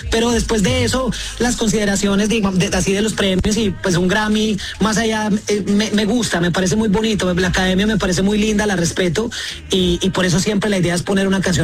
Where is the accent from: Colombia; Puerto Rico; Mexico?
Colombia; es que de ahí es donde empezamos a batallar como colombianos y hay que hacer la bulla